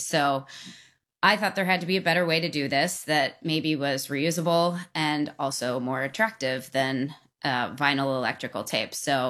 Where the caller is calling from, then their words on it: Indio, California, United States; I'm calling from Indio, California